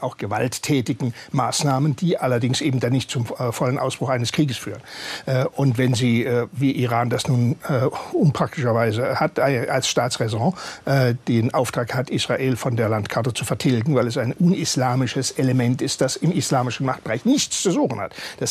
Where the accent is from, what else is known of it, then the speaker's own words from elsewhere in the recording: Baden-Württemberg, Germany; Ich komme aus Südbaden und da ist alles sehr badisch und sehr lieb und behäbig.